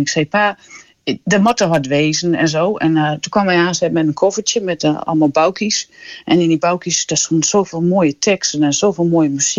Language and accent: Dutch; Valthermond, Drenthe, Netherlands; Ik kom van Valthermond.